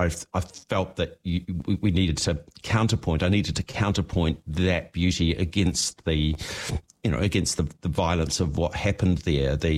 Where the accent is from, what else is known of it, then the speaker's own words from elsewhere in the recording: Dunedin, Otago, New Zealand; Yeah, well, I'm from Dunedin, so I was, very aware of exactly the beauty that you're talking about, Jeff.